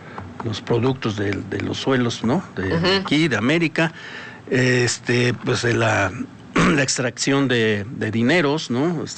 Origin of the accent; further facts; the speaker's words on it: Mexico; Pero creo que vivo acá, ¿no? Y tengo una tarea, ¿no? Como mexicano, ¿no?